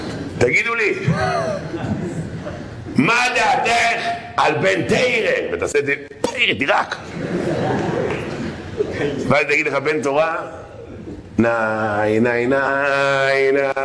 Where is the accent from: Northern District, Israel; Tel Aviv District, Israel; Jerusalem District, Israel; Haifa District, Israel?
Tel Aviv District, Israel; Holon; אני גדלתי בחולון.